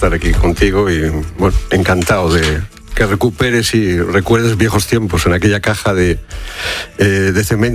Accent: Fermoselle, Castile and León, Spain; Pues muchas gracias. Eso es una casa de mi pueblo, de Fermosella.

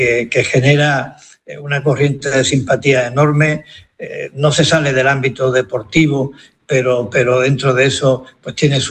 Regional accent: Ceuta, Spain; Bueno, yo ahora soy de España, yo

